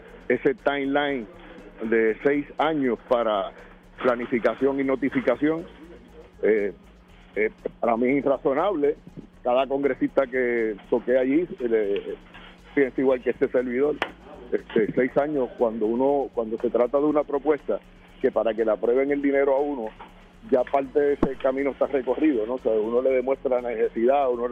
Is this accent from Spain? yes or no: no; Puerto Rico; como puertorriqueños, independientemente de la ideología